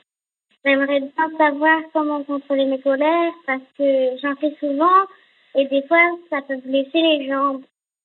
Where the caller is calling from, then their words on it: Nantes, Pays de la Loire, France; j'ai 8 ans. J'habite à Nantes